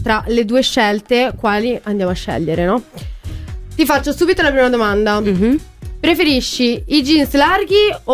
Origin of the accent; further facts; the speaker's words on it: Liguria, Italy; Io della Liguria